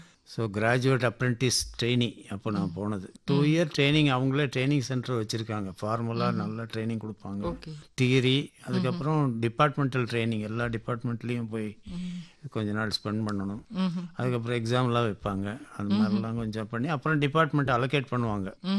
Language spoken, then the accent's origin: Tamil; Coimbatore, Tamil Nadu, India; நான் கோவை தான், பிறந்து வளர்ந்ததெல்லாம் கோவை, படித்ததெல்லாம் கோவை.